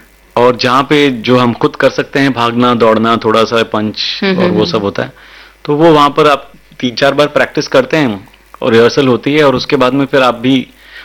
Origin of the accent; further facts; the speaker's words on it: Mumbai, Maharashtra, India; तो मैंने बोला मैं मुंबई में पला बड़ा हूँ, मराठी बोल लेता हूँ.